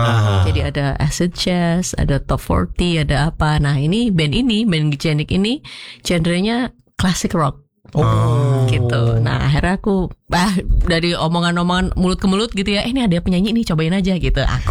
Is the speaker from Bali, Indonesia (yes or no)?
no; Surabaya, East Java, Indonesia; born or raised there